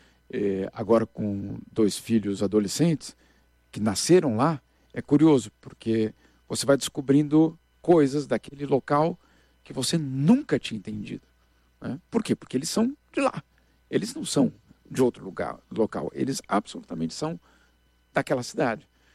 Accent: Brazil; Eu sei que eu sou brasileiro. Eu só tenho passaporte brasileiro. Então eu tenho certeza que eu sou brasileiro. Mas ao mesmo tempo eu tenho certeza que ao não morar no Brasil, eu perco

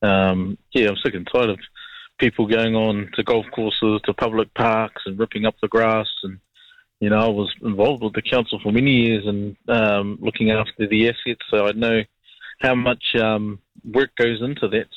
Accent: New Zealand; So as a New Zealander, as someone that's concerned not only for the young people, but other New Zealan

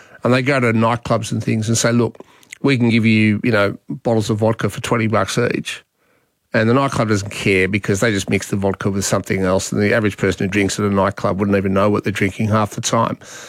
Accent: Australia; Apparently, at the Olympics the year before last, we we being the Australian Olympic team

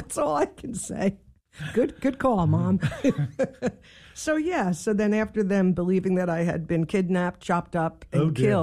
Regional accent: Dumont, New Jersey, United States; also born or lived in Bronx, New York; I was born in the Bronx and grew up in Dumont, New Jersey, which is Bergen County, mm-hmm. Paramus, Richfield area.

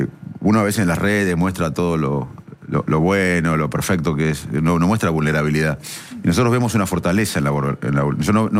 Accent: Salto, Buenos Aires Province, Argentina; born there; moved away; also born or lived in Arroyo Dulce / Cambridge; aprendí inglés de grande, porque por suerte en Arroyo Dulce y en Salto aprendí castellano.

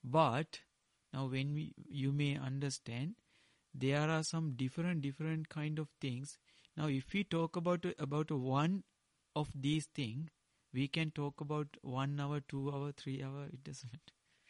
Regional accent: Sri Lanka; first language Sinhala; English is a second language; I learned this in Dhamma, in Pali, directly in Pali, or in my mother language, in Sinhala.

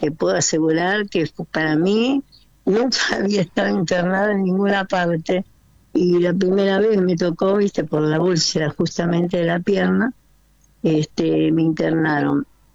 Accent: Chubut, Argentina; Yo soy de Chubut. Soy en mi provincia es Chubut. Yo nací en Chubut.

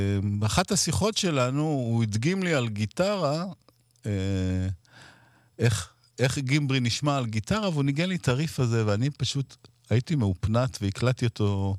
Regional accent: Ashdod, Southern District, Israel; בתכלס זה הזכיר לי את אשדוד, המקום שגדלתי בו.

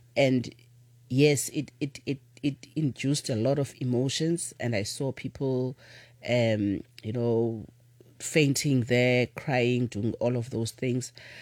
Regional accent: South Africa; as a South African

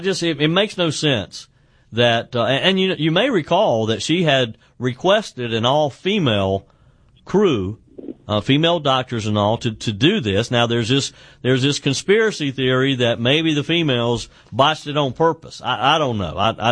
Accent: South Carolina, United States; my home state of South Carolina.

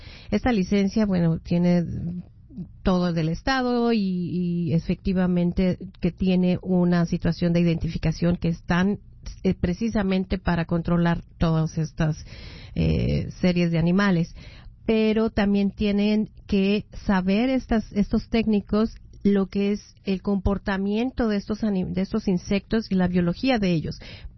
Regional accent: Mexico; como soy bien mexicana y brava como soy, ya me conocen ustedes

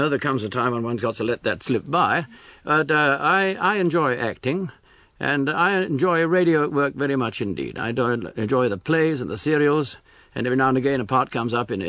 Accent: Southport, North West England, United Kingdom; born there; moved away as an adult; also born or lived in London, United Kingdom; I was born in England in a place called Southport in Lancashire. Then went to London. I was at the Royal Academy of Music for 3 years.

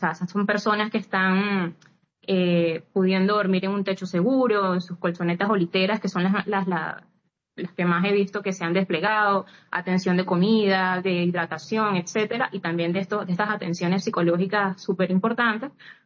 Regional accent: La Guaira, Venezuela; moved away as an adult; now in Caracas, Venezuela; yo soy oriunda de ese estado, aunque vivo en Caracas. Mi familia todavía se encuentra viviendo allá.

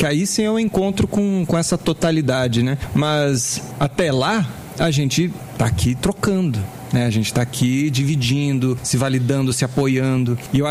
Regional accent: Rio Grande do Sul, Brazil; born or raised there; also born or lived in Brasília

